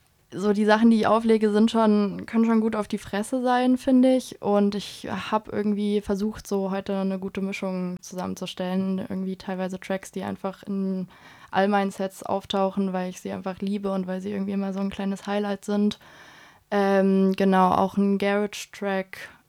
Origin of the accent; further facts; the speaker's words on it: Weimar, Thuringia, Germany; Ich komme aus Weimar und Erfurt ist quasi direkt um die Ecke